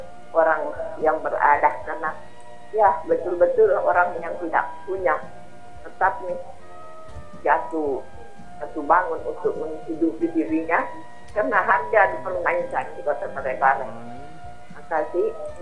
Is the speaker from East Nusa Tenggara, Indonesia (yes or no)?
no; Parepare, South Sulawesi, Indonesia; born there; tempat kelahiran saya Kota Parepare